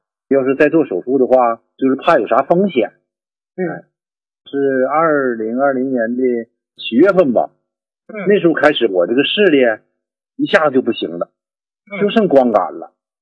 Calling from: Heilongjiang, China; 我是黑龙江的。

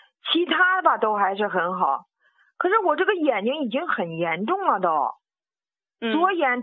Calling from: Shijiazhuang, Hebei, China; 张主任，我是石家庄的。

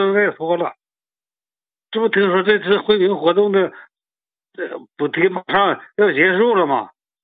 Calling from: Changchun, Jilin, China; 我是长春南关区的，是个新人。

